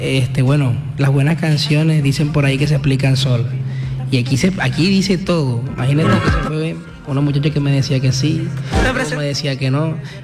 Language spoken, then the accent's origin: Spanish; Barranquilla, Atlántico, Colombia; Yo soy más barranquillero que otra cosa.